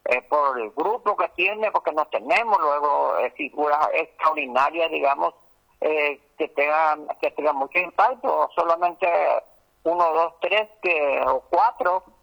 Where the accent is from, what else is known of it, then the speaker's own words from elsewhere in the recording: Paraguay; como paraguayo y confiado en la garra guaraní